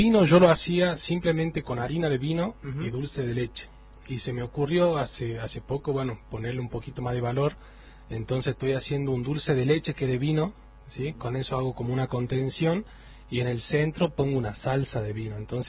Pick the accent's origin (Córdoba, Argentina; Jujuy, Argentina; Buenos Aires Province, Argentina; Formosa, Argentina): Jujuy, Argentina; moved away as an adult; also born or lived in Buenos Aires; Yo soy jujeño, pero estando muy lejos de mi provincia es que como que me empecé a dar cuenta de lo que tenía mi provincia en realidad para darme.